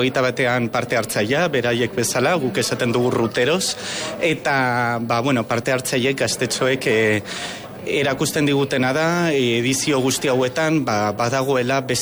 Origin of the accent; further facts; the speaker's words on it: Orduña, Basque Country, Spain; Urduñatik gatoz, Bizkaiatik